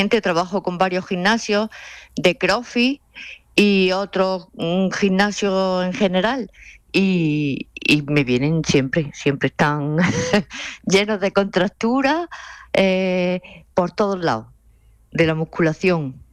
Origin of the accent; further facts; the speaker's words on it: Jaén, Andalusia, Spain; Yo soy andaluza, soy de Jaén, pero ya llevo aquí muchos años.